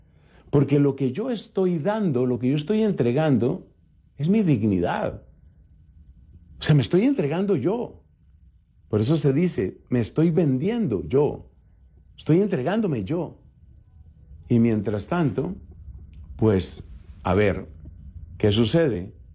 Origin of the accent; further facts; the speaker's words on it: Colombia; mi país, Colombia